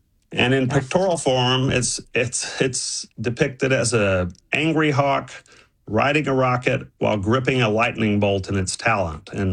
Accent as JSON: {"language": "English", "town": "Temple", "region": "Texas", "country": "United States", "tie": "born or raised there", "said": "And I grew up in Temple. I was a wildcat"}